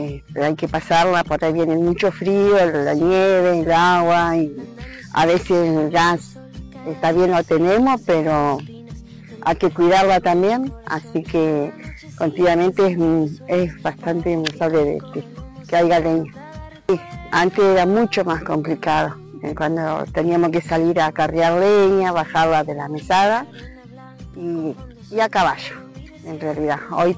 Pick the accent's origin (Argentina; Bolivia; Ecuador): Argentina; Sierra Pailemán, Río Negro; soy de acá de Sierra Pailemán, nacida y criada acá.